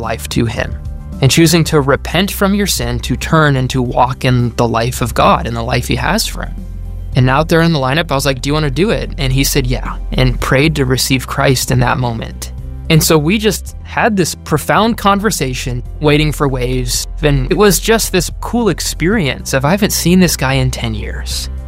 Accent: Minnesota, United States; now in San Diego, United States; one of my high school friends that I grew up in Minnesota, had moved 20 minutes away from me to San Diego, California.

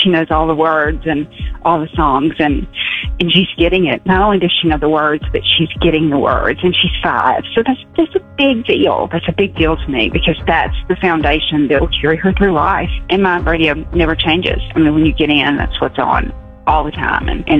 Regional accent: Lewis Center, Ohio, United States; from Lewis Center, and I am the river.

